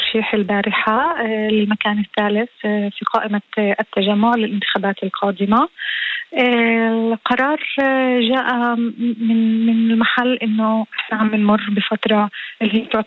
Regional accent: Israel; وعلينا ايضا كاقليه فلسطينيه داخل دوله اسرائيل

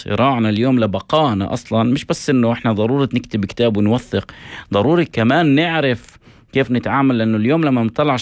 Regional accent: Ein Mahil, Northern District, Israel; من عين ماهل ومن فلسطيني الداخل

